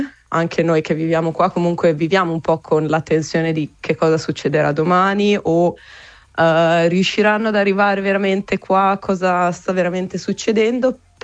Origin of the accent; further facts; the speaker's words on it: Modena, Emilia-Romagna, Italy; soprattutto per me che vengo da Modena